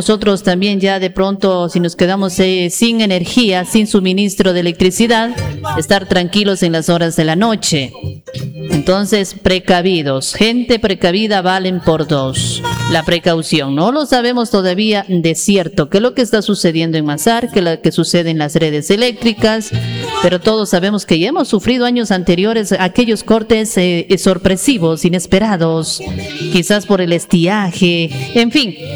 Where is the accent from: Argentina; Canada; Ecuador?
Ecuador; nosotros como ecuatorianos debemos de estar precavidos.